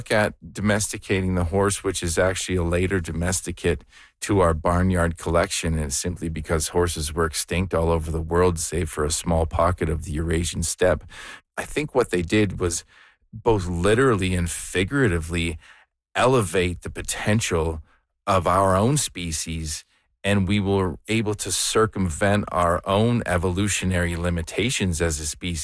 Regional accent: Sarnia, Ontario, Canada; also born or lived in Hamilton; So I'm from Canada originally. I'm from born in Hamilton and raised in Sarnia, Ontario.

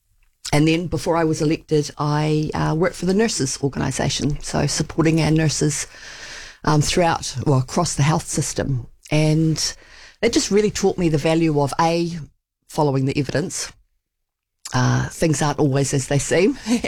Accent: Southland, New Zealand; accent: rolled R's; moved away as an adult; now in Christchurch, New Zealand; I grew up in Southland. I still roll my R's, as you can hear.

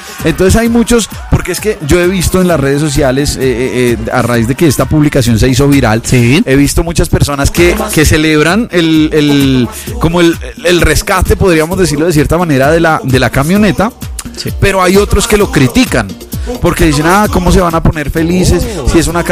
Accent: Colombia; como pueblo colombiano nos podemos levantar

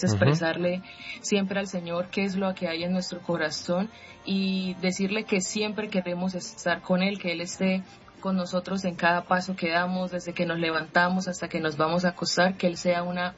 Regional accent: Bucaramanga, Santander, Colombia; born there; also born or lived in Sincelejo, Sucre, Colombia; Nací en Sincelejo, mi papá es de Tolú, Sucre. Mira. Pero sí, ya casi toda mi vida por acá en Santander.

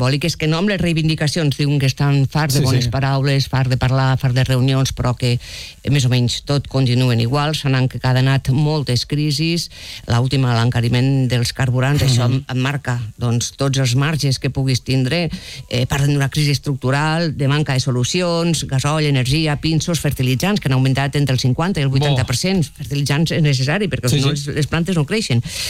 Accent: Catalonia, Spain; now in Lleida, Spain; l'olor de casa meva d'on soc, no? Del Pirineu.

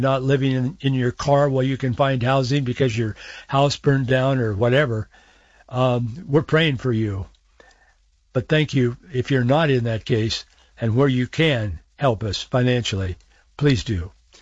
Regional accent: Yakima, Washington, United States; I was born and raised in Yakima. We lived in the valley for a number of years, then my parents moved back to Yakima again.

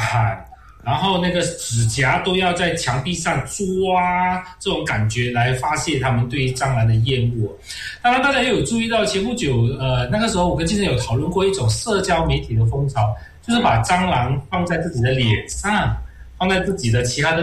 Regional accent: Malaysia; 那过去我们马来西亚人常常在华人群里面常常提到一种说

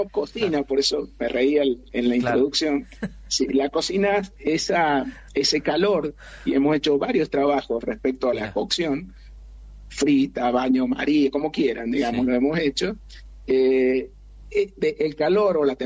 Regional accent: Mendoza, Argentina; yo soy mendocino.

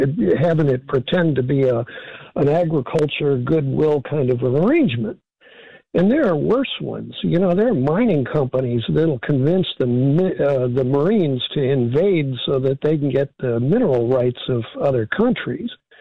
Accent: St. Louis, Missouri, United States; I'm from St. Louis, and they had the senator from Ralston Purina, that was the Danforth family

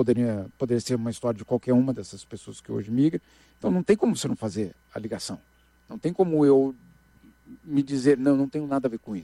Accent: Brazil; É, eu sei que eu sou brasileiro. Eu só tenho passaporte brasileiro. Então eu tenho certeza que eu sou brasileiro.

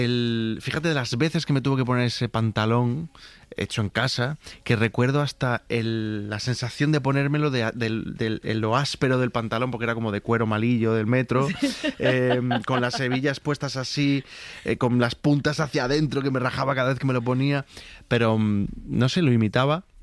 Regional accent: Málaga, Andalusia, Spain; born there; porque yo nací en Málaga, frente al mar

